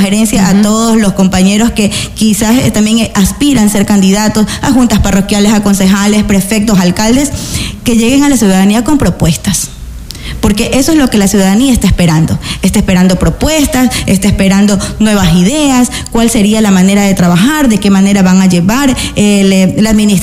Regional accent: La Libertad, Santa Elena, Ecuador; Pues yo soy netamente peninsular, netamente Santa Elena. Mi niñez la viví aquí en el Cantón La Libertad. Estudié en la escuela Faustino Sarmiento, aquí

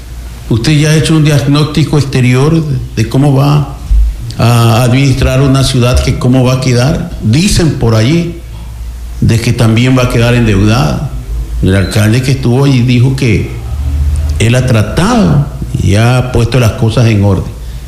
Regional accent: Santa Elena, Ecuador; No soy de Libertad, quien os habla no es de Libertad, yo soy de Santa Elena

